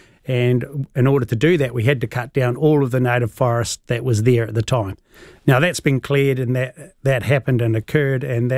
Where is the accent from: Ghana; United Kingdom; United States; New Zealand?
New Zealand; Southland; He was an inshore fisherman in Southland, so I grew up in Southland.